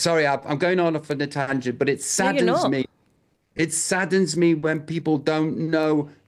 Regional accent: Stoke-on-Trent, West Midlands, United Kingdom; I am from Stoke-on-Trent.

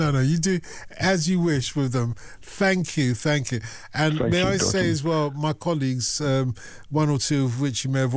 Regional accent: United Kingdom; but we're British, so we deflect away from all the praise.

